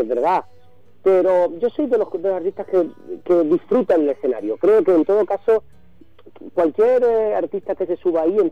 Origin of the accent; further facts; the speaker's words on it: Málaga, Andalusia, Spain; now in Madrid, Spain; soy un malagueño que vive en Madrid desde hace ya 35, 40 años